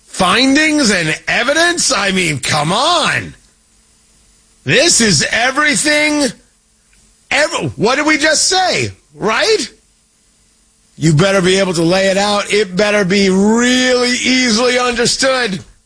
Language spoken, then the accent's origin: English; New Jersey, United States; I grew up in Jersey.